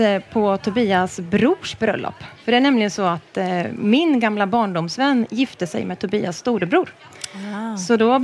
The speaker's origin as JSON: {"language": "Swedish", "region": "Östergötland", "country": "Sweden", "tie": "born or raised there", "said": "och kommer från Östergötland, uppvuxen i Östergötland. Jag är, och vad vill du veta? Jag är 42 år."}